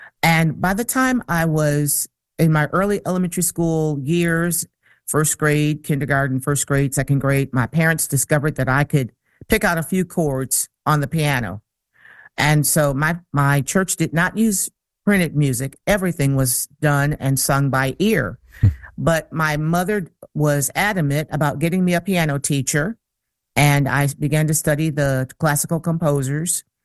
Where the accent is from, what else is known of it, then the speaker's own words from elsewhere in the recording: Jackson, Michigan, United States; born there; southern Michigan. And that's where all of my siblings, except for my oldest brother, were born. And so I was born right there in Jackson.